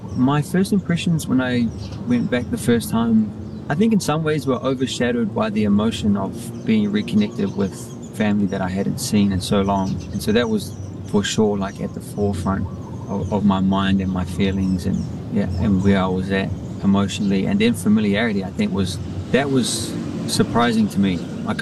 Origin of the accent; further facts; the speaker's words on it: Christchurch, Canterbury, New Zealand; also born or lived in Port Moresby, Papua New Guinea; I am a songwriter based in Christchurch. I was born in Port Moresby, Papua New Guinea in 1997 and soon after relocated to New Zealand, Aotearoa, and was raised here.